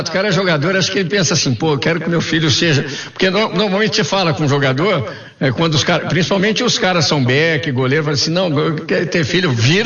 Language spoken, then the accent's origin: Portuguese; Brazil; Eu, infelizmente, nunca tive fora do Brasil